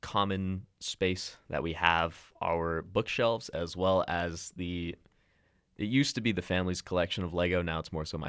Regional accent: Canada; I'm a Canadian citizen since my birth.

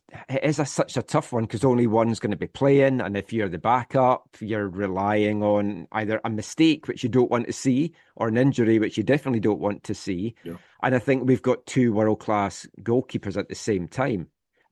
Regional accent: Scotland, United Kingdom; moved away; as a Scottish person that's never seen my country get out of the group stages

